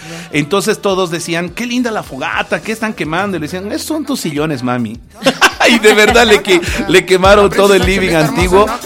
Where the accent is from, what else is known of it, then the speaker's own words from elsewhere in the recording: Oruro, Bolivia; moved away; en la ciudad de Oruro, de donde yo vengo, donde he crecido pues mi infancia, he estado en mi infancia allá en mi lindo Oruro